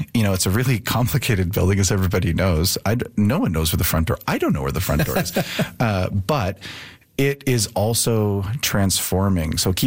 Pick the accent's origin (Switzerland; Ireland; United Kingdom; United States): Ireland; You know, I'm Irish as well.